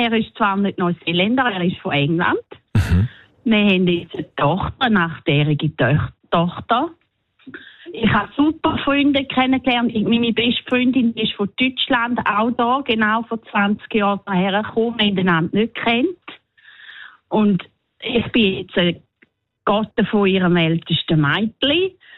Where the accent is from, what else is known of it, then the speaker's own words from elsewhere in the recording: Switzerland; now in New Zealand; Als Schweizer ist man manchmal ein bisschen... ja, ein bisschen ungewöhnlich.